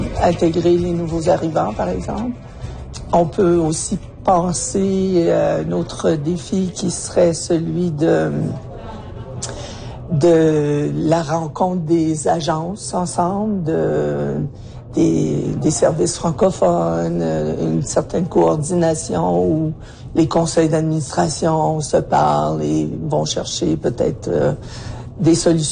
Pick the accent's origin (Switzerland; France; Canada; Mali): Canada; Mattice, Ontario; now in Timmins, Canada; je suis originaire de Matthijs, Ontario. Puis depuis 2022, je vis à Timmins.